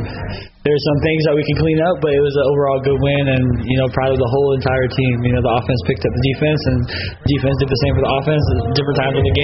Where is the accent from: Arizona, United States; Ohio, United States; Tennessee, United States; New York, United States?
Arizona, United States; And also Arizona, of course, I'm from Arizona. I'm from the Valley, but we're going down to Tucson.